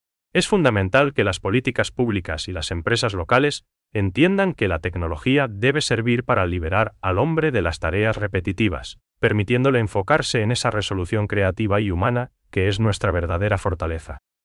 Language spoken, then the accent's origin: Spanish; Paraguay; nos caracteriza como paraguayos